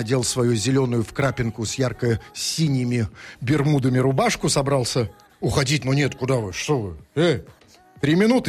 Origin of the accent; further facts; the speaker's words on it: Saint Petersburg, Russia; Мы петербуржцы. Давайте говорить как петербуржцы. По крайней мере, жители Петербурга.